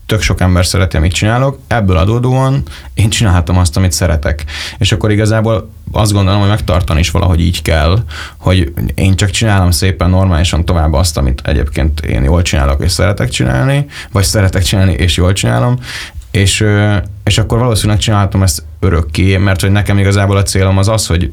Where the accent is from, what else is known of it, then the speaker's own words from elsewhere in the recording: Orfű, Baranya, Hungary; also born or lived in Pécs; mi az Orfűn nőttünk fel